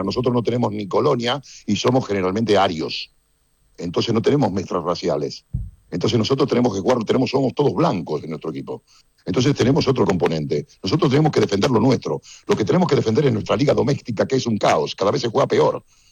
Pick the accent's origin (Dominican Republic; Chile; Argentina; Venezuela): Argentina; nosotros somos argentinos puros. No sé si me comprende. Venimos de colonia